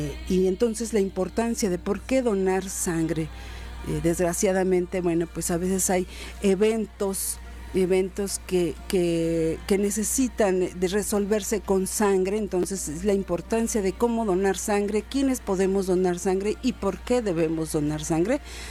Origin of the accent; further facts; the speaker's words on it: Mexico; pues este gran evento que tenemos como mexicanos, este evento donde México juega el día de hoy